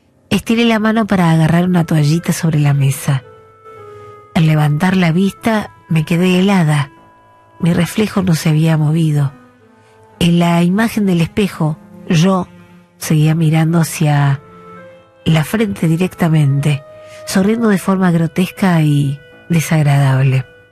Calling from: Morón, Buenos Aires Province, Argentina

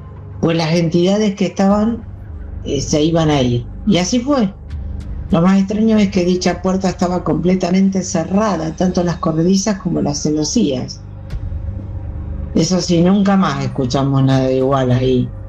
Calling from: Rosario, Santa Fe, Argentina; soy de Rosario, Santa Fe.

